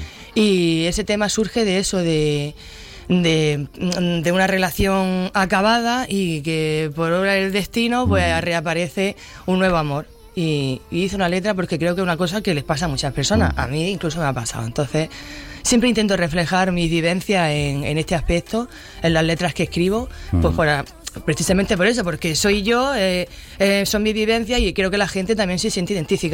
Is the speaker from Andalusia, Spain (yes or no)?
yes; Almería, Andalusia, Spain; me sigue mucha más gente de fuera de Almería.